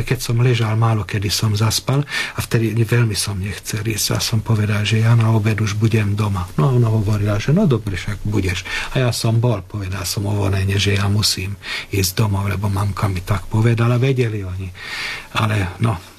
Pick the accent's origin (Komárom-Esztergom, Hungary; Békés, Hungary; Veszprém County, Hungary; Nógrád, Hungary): Komárom-Esztergom, Hungary; Kesztölc; ako aj u nás v Kestúci, však Pilíž je katolícky.